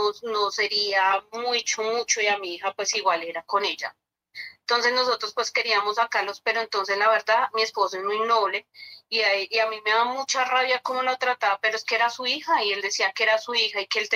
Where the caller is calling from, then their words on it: Oicatá, Boyacá, Colombia; lo estamos llamando desde aquí, desde Oicata, Boyacá